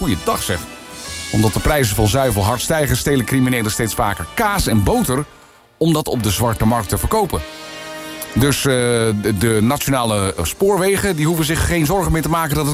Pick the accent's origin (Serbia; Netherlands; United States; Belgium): Netherlands; Friesland; first language Frisian; Dutch is a second language; Maar een mug in de Nederlandse taal, zeg maar, bij ons in de Friese taal is het dus andersom.